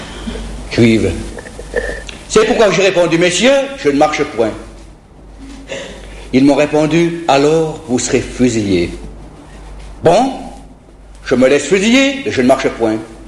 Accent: Italy; now in Paris, France; puisque je suis italien. À Paris chez moi, à domicile

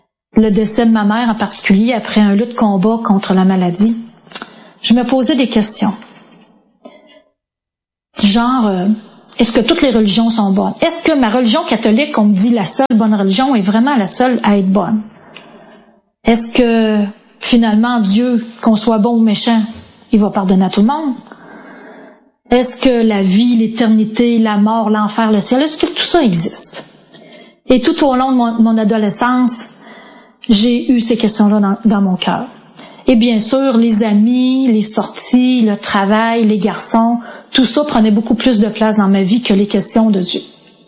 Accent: Quebec City, Quebec, Canada; born there

